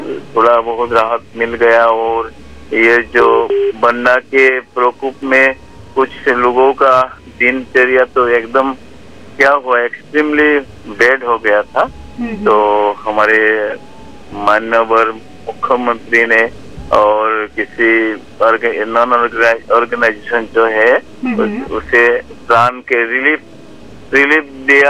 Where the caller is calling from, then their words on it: Assam, India; District है श्री भूमि, असम से तालुका से है ना।